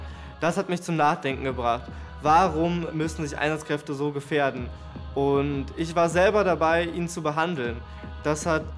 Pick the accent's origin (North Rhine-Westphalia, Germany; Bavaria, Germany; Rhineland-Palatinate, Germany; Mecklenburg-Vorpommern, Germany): Rhineland-Palatinate, Germany; Andernach; Ich komme aus Andernach im schönen Rheinland-Pfalz und bin dort seit fast 10 Jahren ehrenamtlich bei der DLRG tätig.